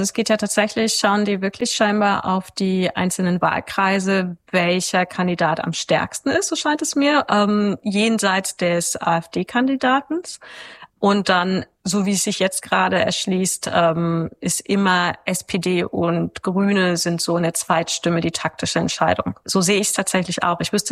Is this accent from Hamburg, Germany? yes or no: no; Wernigerode, Saxony-Anhalt, Germany; Wernigerode, da wo ich herkomme, auch.